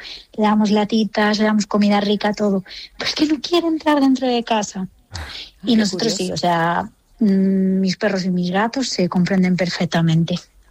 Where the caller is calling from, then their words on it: Galicia, Spain; yo os hablo desde Galicia